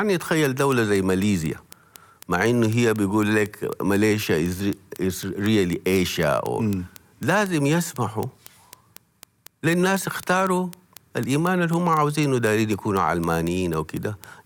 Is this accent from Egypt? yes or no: no; Sudan; يعني نحن لازم كسوداني أنا عندي مسؤولية إنه بلدي القوانين فيها تكون مضبوطة.